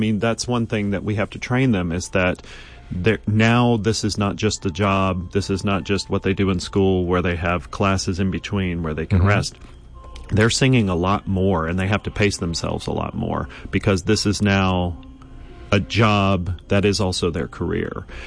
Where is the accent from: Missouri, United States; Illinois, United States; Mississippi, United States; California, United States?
Mississippi, United States; moved away; I grew up in Mississippi, so some of these are, you know, these Cajun names are a little hard for me.